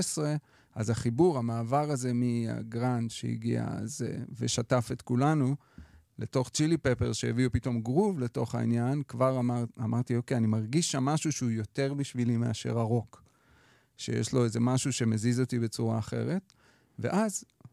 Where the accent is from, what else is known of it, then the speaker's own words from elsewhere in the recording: Ashdod, Southern District, Israel; בתור ילד בן 15 באשדוד